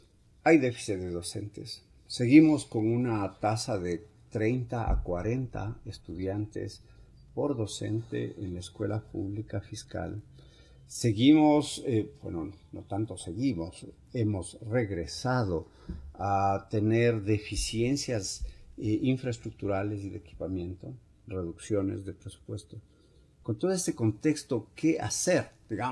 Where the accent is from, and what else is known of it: Ecuador